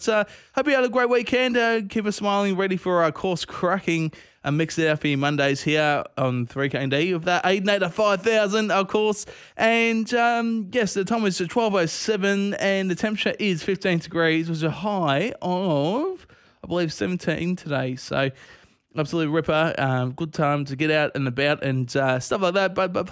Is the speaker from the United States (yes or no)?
no; Cranbourne, Victoria, Australia; I went over to Cranbourne, Victoria, my hometown, of course, of Cranbourne, and I was born in Dandenong Hospital, so all your southeast mob out there